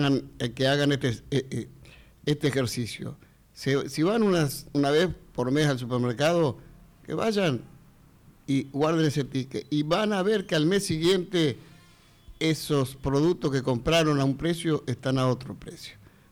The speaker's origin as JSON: {"language": "Spanish", "country": "Argentina"}